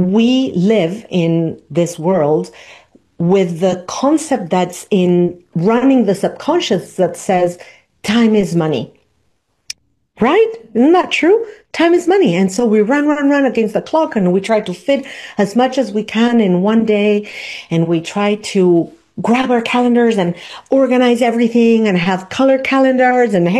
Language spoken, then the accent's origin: English; Argentina; moved away as an adult; I was born and raised in Argentina and I lived in the southern hemisphere until I was nearly 30 years old. So for me, it's very, I still have friends and family. My mom is there.